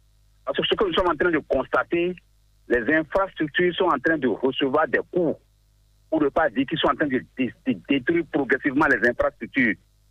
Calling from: Benin; Je vous appelle depuis Yenadjo.

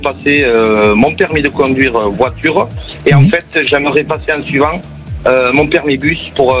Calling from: Landes, Nouvelle-Aquitaine, France; Je vous appelle Deslandes

